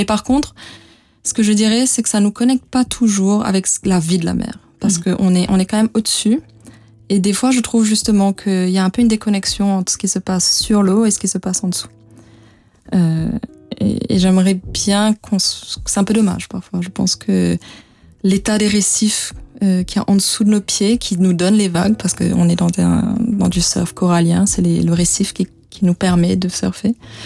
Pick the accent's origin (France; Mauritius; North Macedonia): Mauritius; Tamarin, Black River; Mais j'ai grandi à Tamarin, j'ai toujours voulu surfer, mais étant une fille aussi, c'était pas accessible avant.